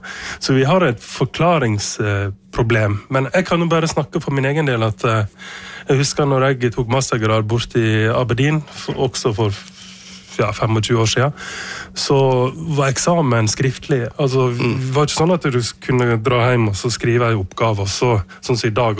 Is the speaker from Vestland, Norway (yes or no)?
yes; Utvik, Vestland, Norway; moved away; Han var på besøk hjemme i Utvik og besøkte foreldrene mine som lærere.